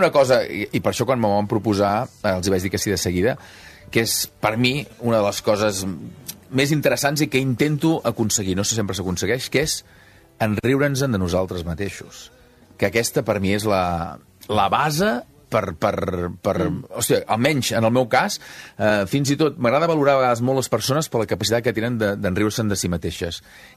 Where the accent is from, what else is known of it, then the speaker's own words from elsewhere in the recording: Sant Feliu de Buixalleu, Catalonia, Spain; Jo vaig ser d'escolanet 10 anys. És a dir, al meu poble, a Sant Feliu de Buixalleu.